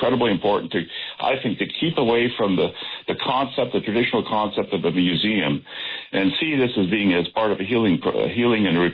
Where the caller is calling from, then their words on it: Canada; I know we're calling from Canada.